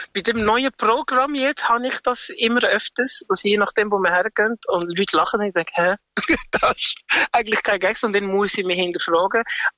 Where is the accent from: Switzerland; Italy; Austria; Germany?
Switzerland; Aargau; Aufgewachsen im Aargau. Und ich glaube, wir, würde ich jetzt mal behaupten, reden am neutralsten.